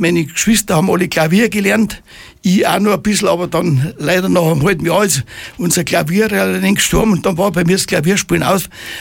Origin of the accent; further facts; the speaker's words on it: Leitzach valley, Bavaria, Germany; wir kommen aus Naring, aus dem Goldenen Tal und haben da die Wirtschaft